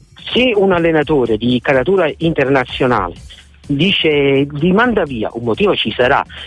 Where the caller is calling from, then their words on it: Frankfurt, Hesse, Germany; da Francoforte.